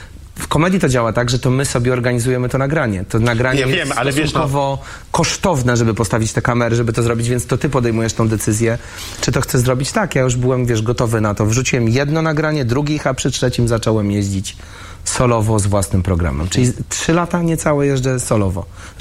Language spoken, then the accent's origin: Polish; Warsaw, Masovian Voivodeship, Poland; ja jestem chłopakiem z Bielokowiska, tak jak … jestem z Bielan tylko.